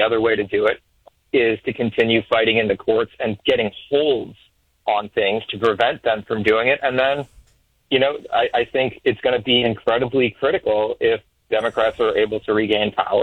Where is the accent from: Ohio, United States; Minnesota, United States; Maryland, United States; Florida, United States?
Florida, United States; now in Washington, D.C., United States; I'm from South Florida